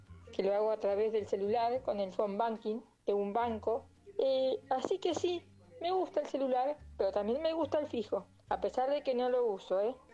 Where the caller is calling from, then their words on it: Beruti, Buenos Aires Province, Argentina; de Beruti.